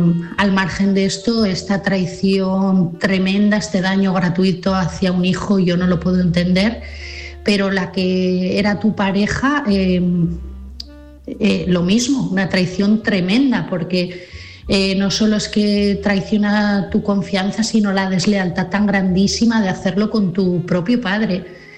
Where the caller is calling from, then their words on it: Asturias, Spain; de Asturias